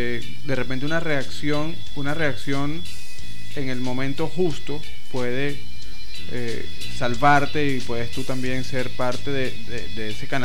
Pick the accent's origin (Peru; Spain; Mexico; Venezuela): Venezuela; nosotros como venezolanos